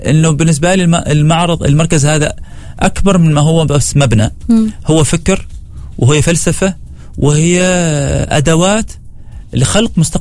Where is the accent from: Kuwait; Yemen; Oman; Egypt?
Oman; نحن كعمانيين